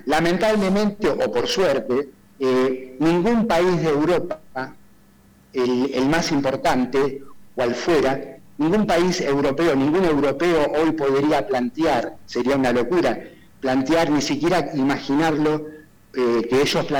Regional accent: Argentina

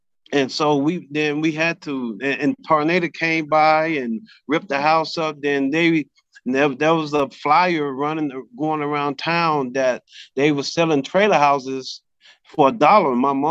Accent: Jonestown, Mississippi, United States

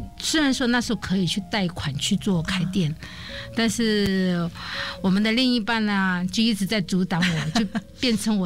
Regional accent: Hunan, China; moved away as an adult; now in Taiwan; 虽然我是湖南人

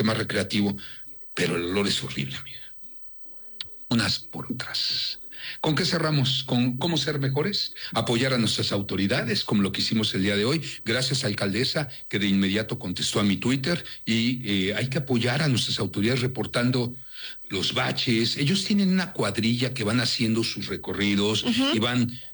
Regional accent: Mexico; Es lo que nos duele como mexicanos.

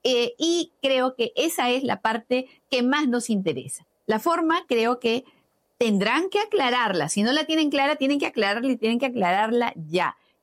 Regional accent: Peru; porque por algo somos peruanos con DNI, tenemos libertad de expresión todavía.

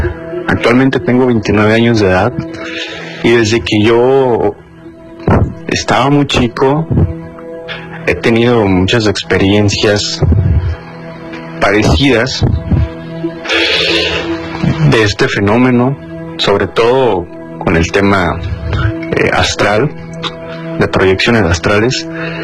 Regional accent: Monterrey, Nuevo León, Mexico; a mi ciudad de origen, de Monterrey

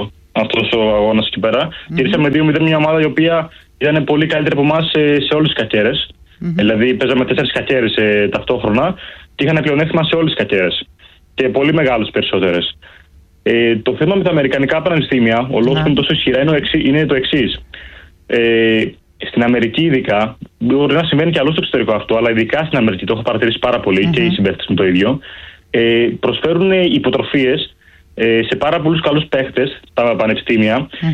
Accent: Piraeus, Attica, Greece; Από Πειραιά είμαι εγώ.

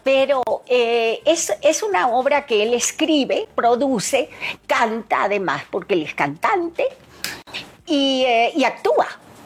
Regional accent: Venezuela; Y que terminó en mi país. Terminó en Venezuela, no sé por qué motivo.

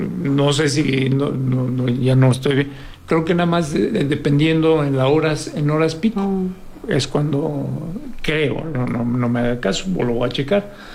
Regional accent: Mexico City, Mexico; moved away; yo vengo de la Ciudad de México y tengo ya varios años aquí

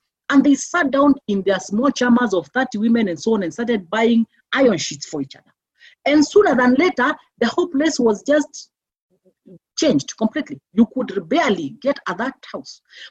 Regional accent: Meru, Meru County, Kenya; I always like giving the analogy of where I grew up in Meru, that I grew up in the family that I grew up, but in the midst of very severe poverty.

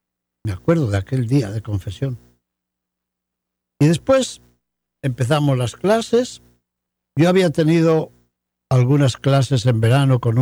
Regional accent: Palazuelo de Órbigo, Castile and León, Spain; Cuando yo era chiquillo, en el pueblo donde me crié, en Palazuelo de Órbigo, nunca se habló de un retiro, ni sabía lo que era.

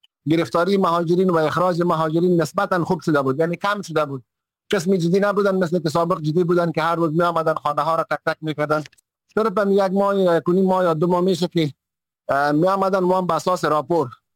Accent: Afghanistan; اگر دوباره به افغانستان هم برگردن، درست است که وطنشان است، وطن ما است، وطن مادر است

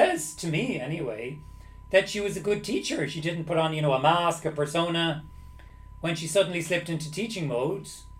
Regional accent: Ireland; now in Lublin, Poland; I'm from Ireland, but I'm in Lublin.

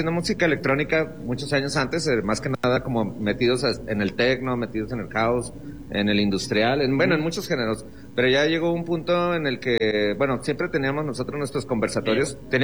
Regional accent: Mexico; yo siempre me cuestioné muchas veces de que por qué no teníamos un sonido que nos representara como mexicanos

